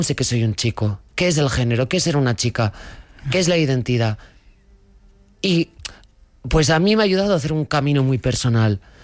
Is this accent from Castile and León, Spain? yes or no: yes; León, Castile and León, Spain; born there